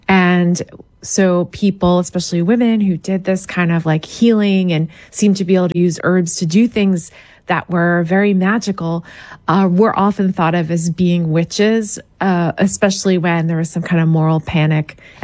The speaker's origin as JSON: {"language": "English", "region": "Pennsylvania", "country": "United States", "said": "I was talking with your producer who's from West Virginia and I'm from Pennsylvania. The woods feel really haunted."}